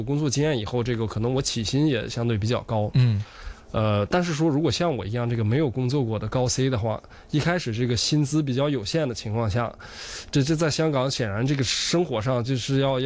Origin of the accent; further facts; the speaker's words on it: northern China, China; moved away as an adult; now in Hong Kong; 我就是开始学广东话，然后到现在就是这个，因为我是北方人，其实学起来并不容易。然后但是到现在我可以这个基本的一些工作交流我都可以用广东话完成